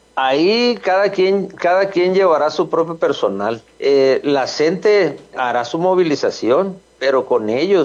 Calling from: Sinaloa, Mexico; Los que somos del Valle de Culiacán y Navolato

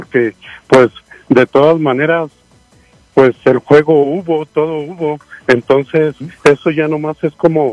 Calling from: Mexico; Todos somos mexicanos

